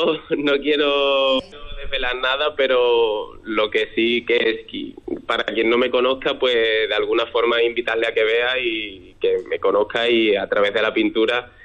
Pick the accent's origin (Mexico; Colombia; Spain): Spain; Ayamonte, Andalusia; Sí, a ver, yo soy de Ayamonte